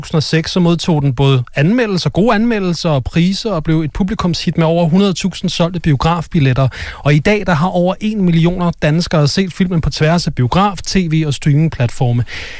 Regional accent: Zealand, Denmark; som en, der kommer fra Næstved-egnen

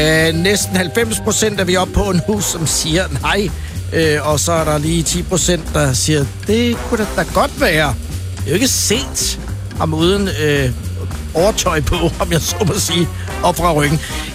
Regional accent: Virum, Capital Region of Denmark, Denmark; moved away as an adult; now in Amager, Denmark; Jeg er oprindelig fra Virum og flyttet til Amager for 20 år siden faktisk i år.

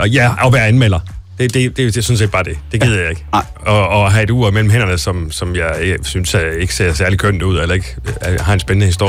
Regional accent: Silkeborg, Central Denmark Region, Denmark; Silkeborg

